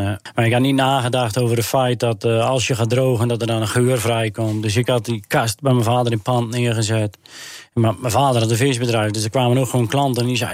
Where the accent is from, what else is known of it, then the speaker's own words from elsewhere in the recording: Urk, Flevoland, Netherlands; Ja, ik ben opgegroeid op Urk natuurlijk. En we zijn Urkers en op Urk iedereen ademt vis.